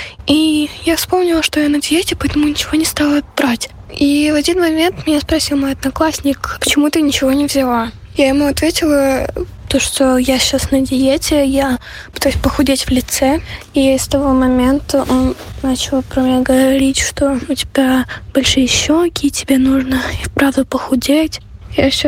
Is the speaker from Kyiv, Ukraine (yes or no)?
yes; Kyiv, Ukraine; Привет, я из Киева